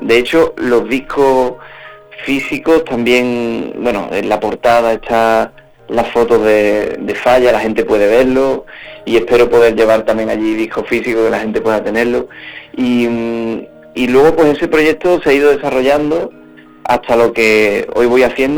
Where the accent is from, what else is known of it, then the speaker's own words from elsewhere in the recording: Utrera, Andalusia, Spain; moved away; Estoy por aquí estos días por Sevilla, por mi tierra, por Utrera.